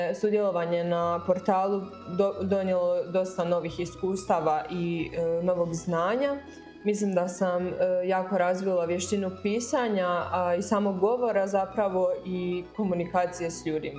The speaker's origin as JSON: {"language": "Croatian", "country": "Croatia", "tie": "born or raised there", "said": "ta ljubav prema odvorcima, jer to je i moj rodni kraj"}